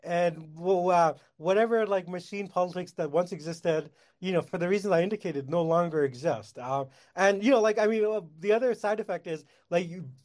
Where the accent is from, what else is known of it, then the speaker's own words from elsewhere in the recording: Canada; Yes. As a Canadian